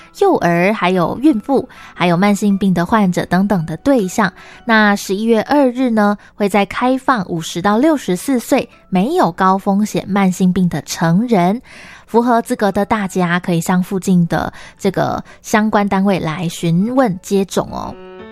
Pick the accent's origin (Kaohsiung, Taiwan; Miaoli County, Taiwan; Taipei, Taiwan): Miaoli County, Taiwan; 因为我就是苗栗人本人